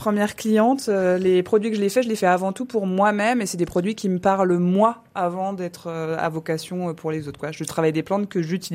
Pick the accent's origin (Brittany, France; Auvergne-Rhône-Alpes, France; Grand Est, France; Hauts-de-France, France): Grand Est, France; born there; Alors moi, je suis née dans les Vosges, dans la montagne vosgienne, et j'ai beaucoup bougé depuis.